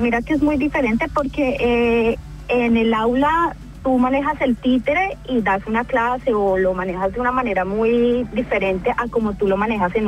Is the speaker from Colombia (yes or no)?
yes; Colombia; moved away as an adult; now in Sydney, Australia; en mi país, Colombia.